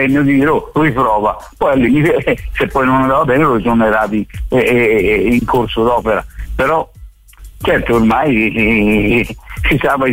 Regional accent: Florence, Tuscany, Italy; also born or lived in Milan; now in Como, Italy; Sì, buonasera a tutti, ma io sono fiorentino anche se...

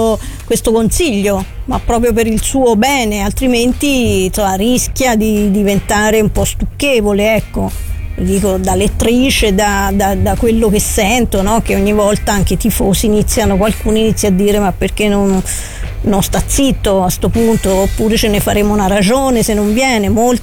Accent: Umbria, Italy; moved away; io sono anche umbra, quindi a me la luce di Antonio arrivava anche quando ero in Umbria

